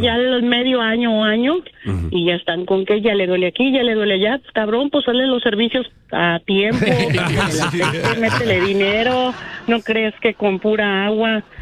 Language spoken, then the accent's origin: Spanish; Jalisco, Mexico; no, señor, soy de Jalisco, ¿cuál?